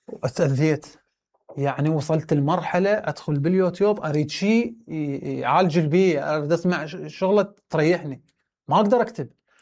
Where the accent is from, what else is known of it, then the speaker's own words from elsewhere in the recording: Kirkuk, Kirkuk Governorate, Iraq; كل شعراء كركوك، كل شعراء مدينتي